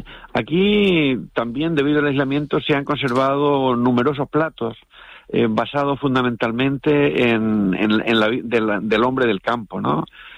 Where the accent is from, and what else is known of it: El Hierro, Canary Islands, Spain